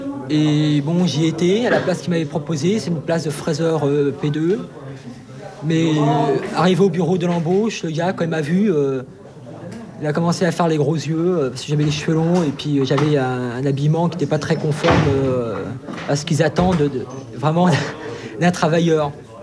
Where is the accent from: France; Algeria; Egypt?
France; J'ai fait « Bah oui, je suis français, et en plus, je suis travailleur. »